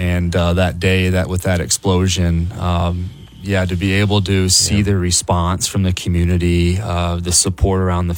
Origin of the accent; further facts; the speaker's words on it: Fremont, Nebraska, United States; I grew up in Fremont, Nebraska, born and raised, and it was an honor to serve as mayor of my hometown from 20 to 25.